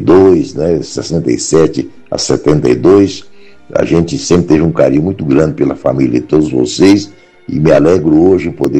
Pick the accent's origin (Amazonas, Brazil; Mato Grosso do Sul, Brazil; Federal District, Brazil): Mato Grosso do Sul, Brazil; now in Itararé, Brazil; o meu estado de Mato Grosso do Sul, lá para a cidade de Corumbá, divisa com a Bolívia.